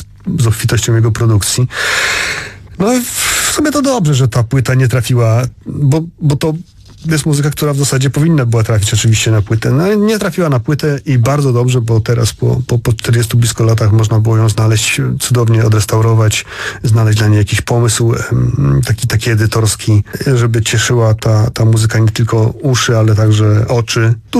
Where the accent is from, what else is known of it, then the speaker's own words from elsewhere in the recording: Warsaw, Masovian Voivodeship, Poland; No ja tutaj jako warszawiak zazdroszczę Opolu, bo Opole ma fenomenalny dorobek nagraniowy, tak.